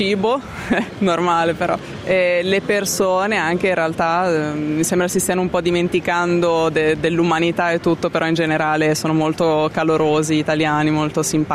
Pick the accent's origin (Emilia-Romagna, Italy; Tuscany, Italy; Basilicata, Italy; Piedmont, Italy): Emilia-Romagna, Italy; Bologna; sono nata e cresciuta a Bologna, ho 31 anni e sono sempre stata qua anche per gli studi, quindi proprio nata e cresciuta qui.